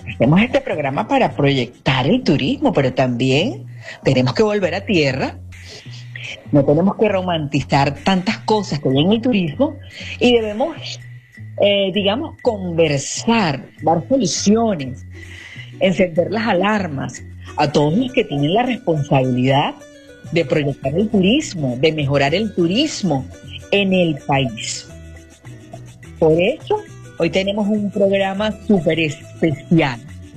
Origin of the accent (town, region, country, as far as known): Venezuela